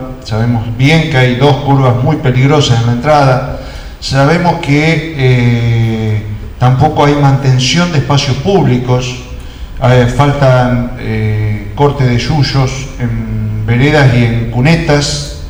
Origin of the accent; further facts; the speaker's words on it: Argentina; Creo que es un deber como argentino y en un recinto como en el que estamos en este momento decirle gracias a Selección Argentina.